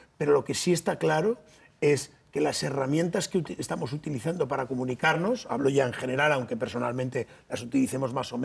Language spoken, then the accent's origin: Spanish; Asturias, Spain; Yo soy asturiano